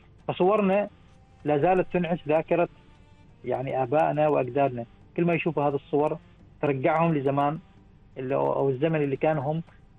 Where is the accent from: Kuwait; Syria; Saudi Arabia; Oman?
Oman; لازلنا إحنا كعمانيين محافظين عليها